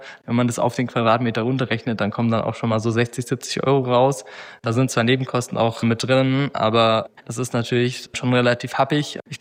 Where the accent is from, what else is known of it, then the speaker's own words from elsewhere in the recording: Munich, Bavaria, Germany; Ich bin in München geboren und habe auch, als ich angefangen habe zu studieren, noch zu Hause gewohnt. Jetzt wohne ich in einer WG